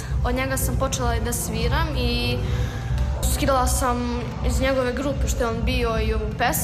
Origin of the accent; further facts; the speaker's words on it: Čačak, Šumadija and Western Serbia, Serbia; imam 11 godina i dolazim iz Čačka.